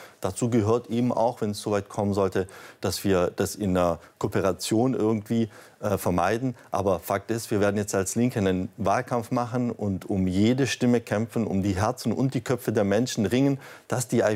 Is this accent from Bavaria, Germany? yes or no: no; Waiblingen, Baden-Württemberg, Germany; vor Ort in Waiblingen, der Heimatstadt, wo ich herkomme, mich eingesetzt habe für Räume für Jugendliche